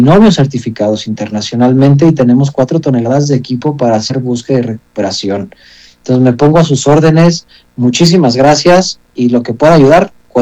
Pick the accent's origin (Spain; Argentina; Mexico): Mexico; nos ha ayudado como mexicanos